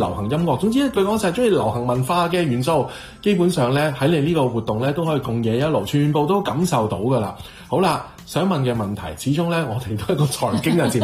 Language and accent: Cantonese; Hong Kong; born there; 陪伴住好多代嘅香港嘅小朋友，包括我在內成長嘅